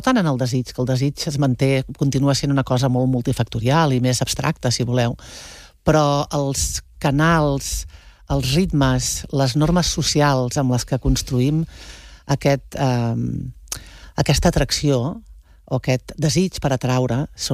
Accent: Prats de Lluçanès, Catalonia, Spain; Clar, tio, és que jo soc de Prats de Lluçanès.

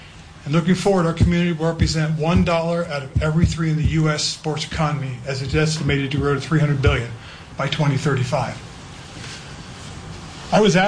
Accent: Marina, California, United States; moved away; also born or lived in Fort Ord, California; my hometown

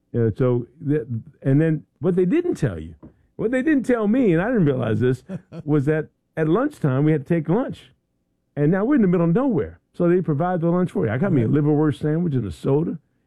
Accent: Philadelphia, Pennsylvania, United States; Now, I tell you, I'm from Philadelphia. And we'd go to Jersey, you know, to a farm out in Jersey.

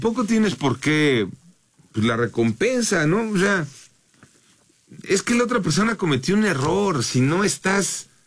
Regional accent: Naucalpan, State of Mexico, Mexico; de Naucalpan, ahí en mi tierra

